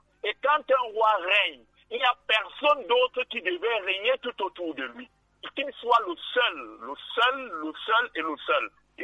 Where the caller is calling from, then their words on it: Centre, Cameroon; Moi, je suis de Bokaga où le goudron s'arrête. Quand vous partez de Bafia pour Bokito, le goudron s'arrête net à la minute, à la limite de mon village.